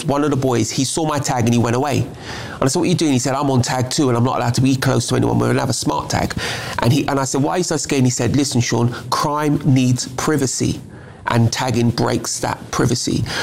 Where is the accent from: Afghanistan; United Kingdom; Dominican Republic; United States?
United Kingdom; London; I grew up near Scrubs Prison. I could see it from where I lived.